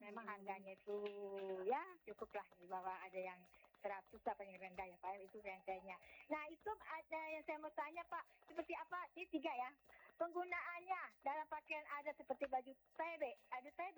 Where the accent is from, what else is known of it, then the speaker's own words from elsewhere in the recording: Tanimbar, Maluku, Indonesia; Memang sih saya juga punya pak saya saya lumayan sih saya dari Tanimbar itu bagus banget itu pak.